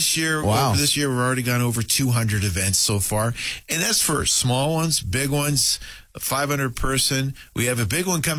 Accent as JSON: {"language": "English", "town": "Boston", "region": "Massachusetts", "country": "United States", "said": "Well, I am from Boston originally."}